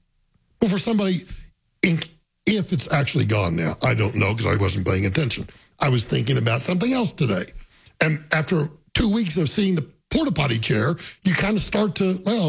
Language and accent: English; Denver, Colorado, United States; Growing up in Denver, I don't remember the medians and shoulders of the road being so nasty with debris. Denver used to be known as a clean city.